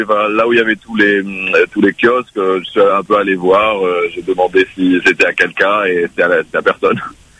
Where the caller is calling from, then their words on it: La Possession, Réunion; j'habite à la Possession